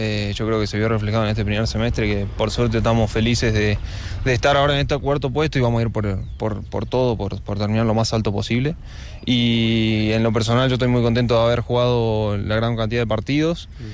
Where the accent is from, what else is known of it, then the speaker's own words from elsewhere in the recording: Salta, Argentina; moved away as an adult; now in Quito, Ecuador; Soy de Salta, del norte de Argentina, okay. Que también hay muchas montañas y todo